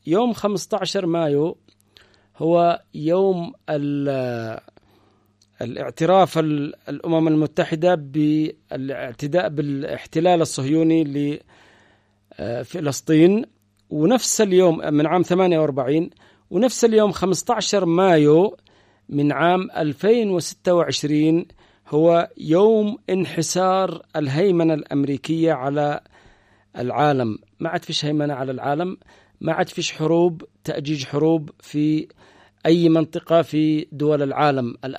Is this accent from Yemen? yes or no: yes; Yemen; عندنا هنا في اليمن